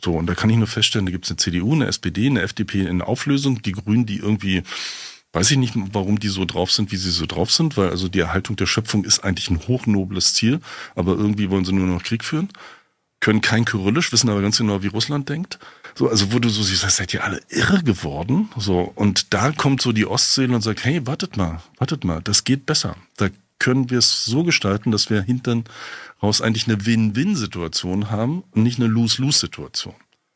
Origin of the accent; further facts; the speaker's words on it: East Germany, Germany